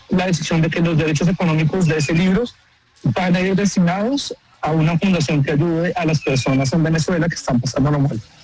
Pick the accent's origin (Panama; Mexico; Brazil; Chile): Mexico; porque yo soy de México